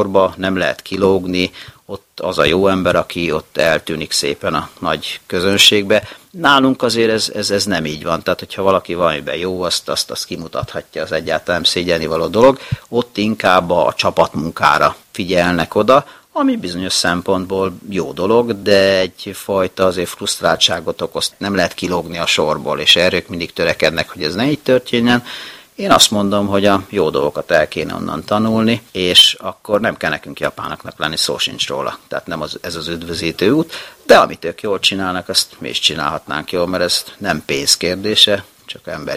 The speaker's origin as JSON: {"language": "Hungarian", "country": "Hungary", "said": "de azért én magyar ember vagyok"}